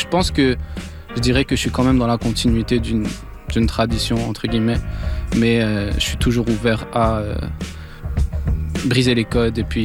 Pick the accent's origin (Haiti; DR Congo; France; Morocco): Morocco; now in Canada; moi, je suis marocain